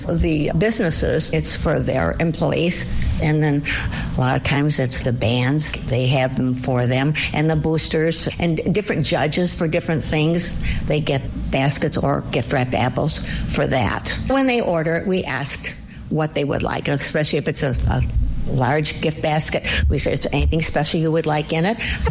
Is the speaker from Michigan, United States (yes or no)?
yes; Benton Harbor, Michigan, United States; born there; now in St. Joseph Township, United States; I was born in Mercy Hospital in Benton Harbor, and now I live in St. Joe Township, where I want to be.